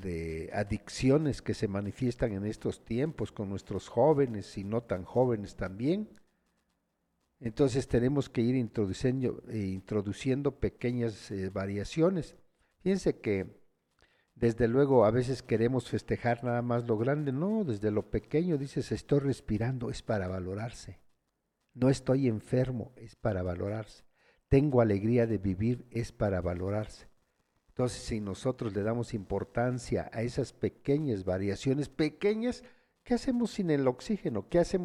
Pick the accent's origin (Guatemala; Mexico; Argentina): Mexico; San Juan Yucuita, Oaxaca; Igual hay un saludo para las familias que nos están escuchando en mi pueblo, San Juan Yucuita.